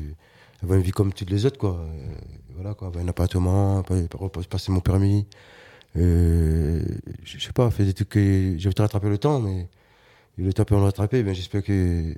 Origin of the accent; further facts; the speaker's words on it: Réunion; moved away as an adult; also born or lived in Mayenne / Angers; now in France; je viens de La Réunion. Je viens de La Réunion. Et du coup, à La Réunion, j'ai décidé de visiter la France. Ça fait 20 ans que je suis en France. Et du coup, j'étais en Mayenne.